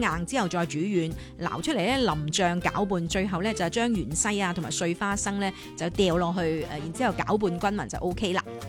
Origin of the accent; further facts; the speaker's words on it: Guangdong, China; 因为我哋广东人怕醋啊嘛